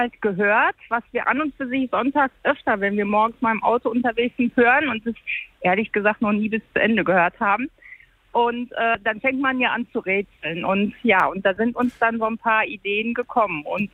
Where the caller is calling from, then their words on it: North Rhine-Westphalia, Germany; Wir sind jetzt aus dem Münsterland von zu Hause unterwegs nach München.